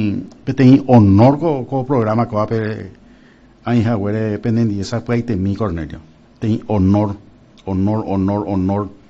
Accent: Asunción, Asunción Capital District, Paraguay; born there; Yo nací en la Cruz Blanca. La Cruz Blanca que queda sobre Rodríguez, Francia y Juan y Oleari. En el centro mismo es de Asunción. Entonces, por eso lo que hablo más castellano que el guaraní.

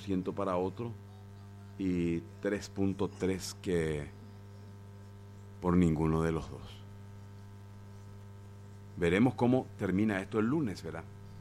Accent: Pedro Juan Caballero, Amambay, Paraguay; born there

